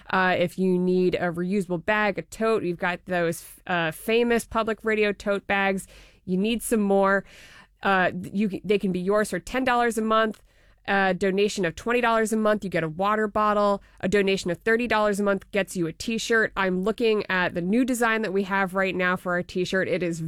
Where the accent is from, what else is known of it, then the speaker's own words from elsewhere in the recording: Annapolis, Maryland, United States; So I grew up in Maryland. I grew up in Annapolis, and I grew up listening to WYPR.